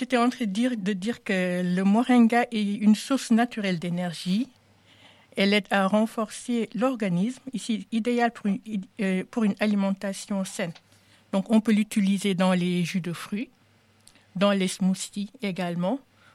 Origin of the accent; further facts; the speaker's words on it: Senegal; moved away as an adult; now in France; je suis d'origine sénégalaise. Je suis née au Sénégal. J'ai grandi là-bas jusqu'à mes 19 ans. Et donc, quand je suis venue ici